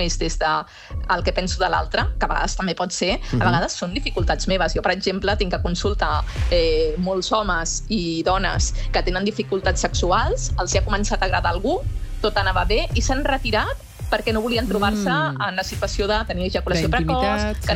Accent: Catalonia, Spain; I escolta tu, que som catalans, quan ens caiem ens tornem a aixecar.

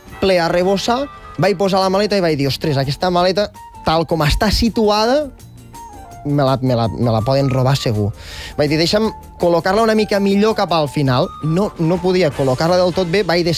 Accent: Tàrrega, Catalonia, Spain; moved away as an adult; now in Barcelona, Spain; jo sóc una persona de Tàrrega, de Lleida, representant les Terres de Ponent, i us portaré tot de seqüències o vivències que he tingut quan vaig arribar aquí a Barcelona per primera vegada a la universitat.

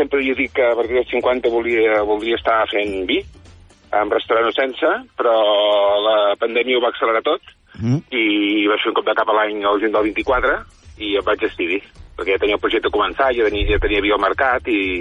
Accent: Catalonia, Spain; Jo sóc de l'Alt Empordà

